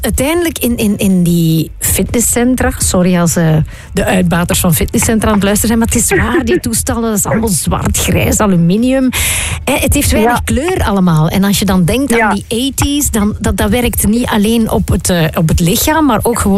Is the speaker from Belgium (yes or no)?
yes; Mol, Flanders, Belgium; born there